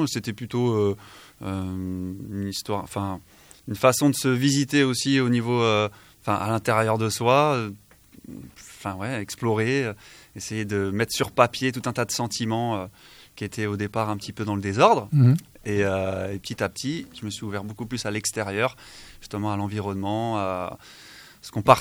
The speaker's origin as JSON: {"language": "French", "town": "Le Mans", "region": "Pays de la Loire", "country": "France", "moved": "as an adult", "lives_now": "Landes, France", "said": "Moi, je viens du Mans, au départ."}